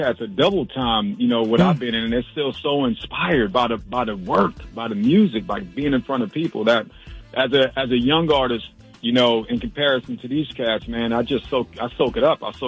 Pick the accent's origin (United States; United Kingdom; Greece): United States; New York; I'm a New Yorker